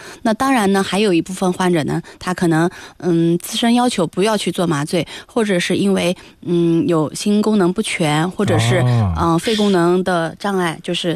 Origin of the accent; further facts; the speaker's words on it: China; 我们中国人群